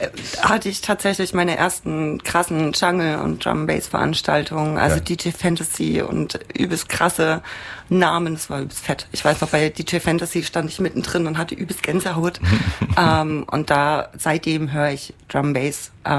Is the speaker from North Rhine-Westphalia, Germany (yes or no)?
no; Mannheim, Baden-Württemberg, Germany; now in Leipzig, Germany; Ich muss auch dazu sagen, ich bin Wahlleipzigerin. Mhm. Ich bin aus dem Westen und bin in Mannheim im Connection groß geworden.